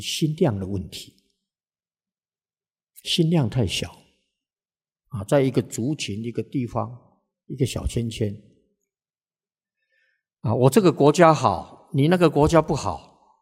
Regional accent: Taiwan; 替我们台湾的人民修福啊

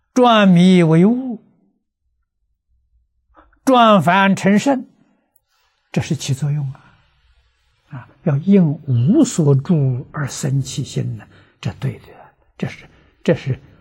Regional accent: China; 到入半涅槃，我们中国人要80岁。

